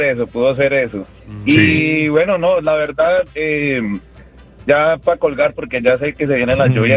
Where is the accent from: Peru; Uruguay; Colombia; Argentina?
Colombia; Pereira, Risaralda; also born or lived in Bogotá / Medellín; Yo nací en Bogotá, pero me crié en Pereira y en Medellín.